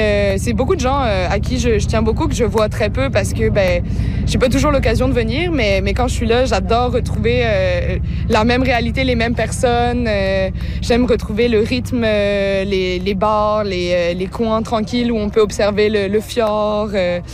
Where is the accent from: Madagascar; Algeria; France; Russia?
France; Réunion; Je suis originaire de la France. J'ai grandi à l'île de la Réunion.